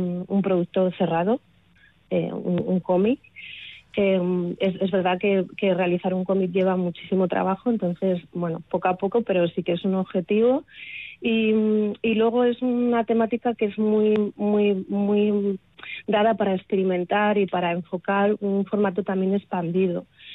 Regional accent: Cantabria, Spain; moved away as an adult; now in Galicia, Spain; Yo estaba viviendo fuera de España hace 3 años, soy cántabra y me vine a vivir a Galicia

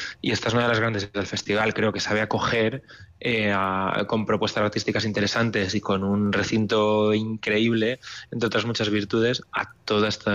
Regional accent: Valencia, Valencian Community, Spain; born there; Yo nací en Valencia.

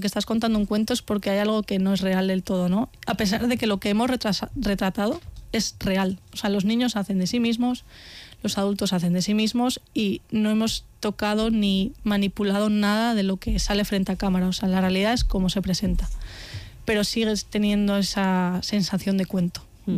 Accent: Spain; yo soy de Carrión también

